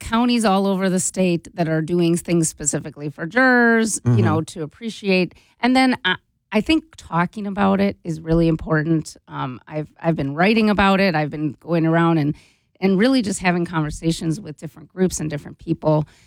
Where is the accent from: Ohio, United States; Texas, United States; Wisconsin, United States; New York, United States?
Ohio, United States; Cleveland; There's people, I served on a jury in my hometown of Cleveland.